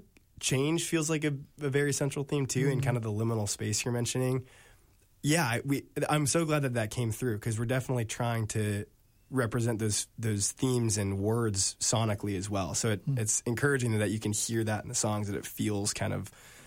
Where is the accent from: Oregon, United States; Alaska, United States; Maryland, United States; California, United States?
California, United States; the Bay Area; I'm from the Bay Area.